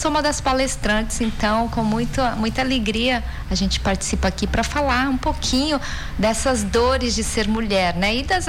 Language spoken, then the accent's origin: Portuguese; São Paulo, Brazil; moved away as an adult; now in Manaus, Brazil; eu sou paulista, né, do interior, já estou aqui há quase 20 anos, eu já me considero praticamente uma manauara